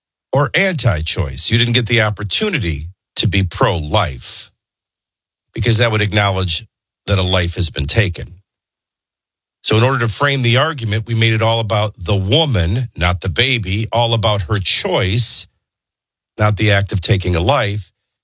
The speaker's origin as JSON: {"language": "English", "town": "Chicago", "region": "Illinois", "country": "United States", "tie": "born or raised there", "moved": "yes", "said": "I grew up in Chicago at a very young age."}